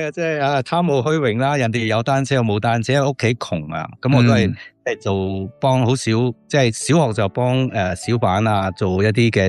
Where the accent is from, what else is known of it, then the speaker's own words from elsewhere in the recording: Indonesia; Cantonese is a second language; now in Hong Kong; 咁其实无奈去到香港呢即係有啲我哋啲人就话大陆仔因为我哋系印尼华侨我哋系福建人啦。去到香港我开头唔系读4年班降到2年班咁样呀咁去适应嗰个新环境又唔识广东嘅话